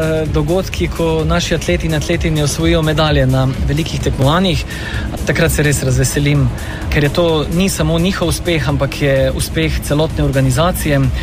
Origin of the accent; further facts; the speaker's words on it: Celje, Savinjska, Slovenia; da bomo čim več atletskih dogodkov oziroma atletike pripeljali v Celje. Tako kot sem prej na tiskovni konferenci omenil, je to moj rojstni kraj in glede na to, da sem tudi nekoč treniral pri Kladivarju